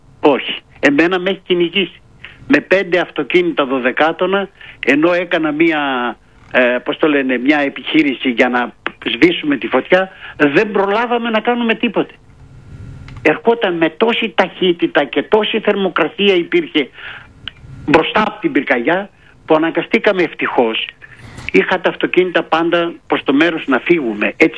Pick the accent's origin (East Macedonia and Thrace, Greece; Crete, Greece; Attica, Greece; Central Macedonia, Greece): Central Macedonia, Greece; Eirinikó; Είμαι στο χωριό μου, στο Κιλκής, λέγεται Ειρηνικό το χωριό.